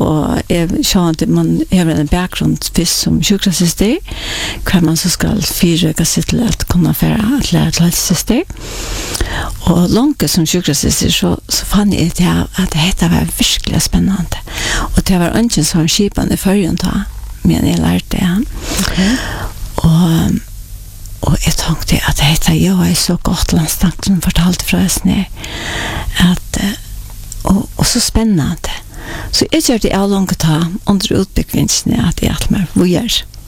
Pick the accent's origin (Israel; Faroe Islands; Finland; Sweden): Faroe Islands; Klaksvík, Norðoyar; Jag är uppvuxen i Klagsvik. Och jag är född i Surveje. Bodde först i 5 år i Surveje. Och så flottade föräldrarna med Klagsvik.